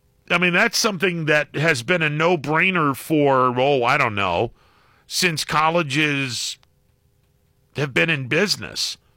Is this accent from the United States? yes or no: yes; Mahoning Valley, Ohio, United States; I'm from the Mahoning Valley.